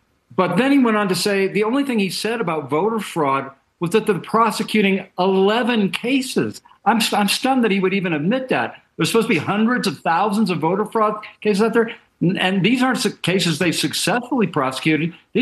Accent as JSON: {"language": "English", "region": "Colorado", "country": "United States", "said": "Listen, I come from Colorado, where we've had I think we do mail better than any state in the country"}